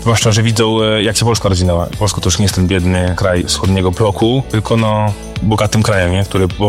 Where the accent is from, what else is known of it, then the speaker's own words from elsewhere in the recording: Brussels, Brussels-Capital Region, Belgium; My się tutaj wychowaliśmy, więc znamy język, więc się czujemy jak u siebie.